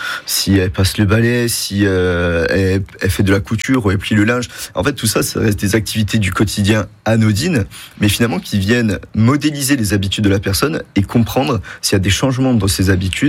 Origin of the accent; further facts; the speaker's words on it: Ajaccio, Corsica, France; j'ai dit je rentre chez moi, à Ajaccio, pour un projet familial, bien sûr, avec ma femme